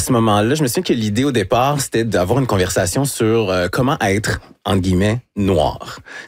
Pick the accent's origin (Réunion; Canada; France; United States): Canada; Quebec City, Quebec; born there; mais je suis né à Québec, à l'hôpital Saint-Sacrement. Mes deux parents étaient étudiants à l'Université Laval.